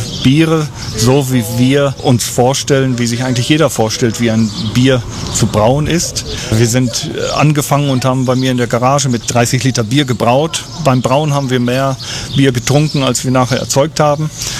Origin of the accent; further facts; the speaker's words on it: Bielefeld, North Rhine-Westphalia, Germany; moved away as an adult; now in Czech Republic; 1998 hat es mich nach Tschechien verschlagen. Ich bin gebürtiger Bielefelder und gelernter, staatlich geprüfter Spinner und bin mit der Arbeit nach Tschechien gekommen